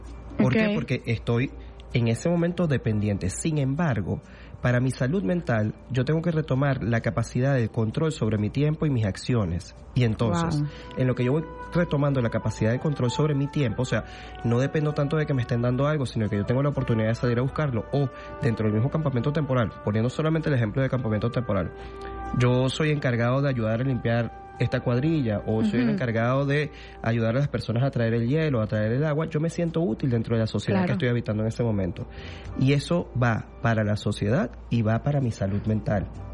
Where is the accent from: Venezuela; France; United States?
Venezuela; Nosotros como sociedad venezolana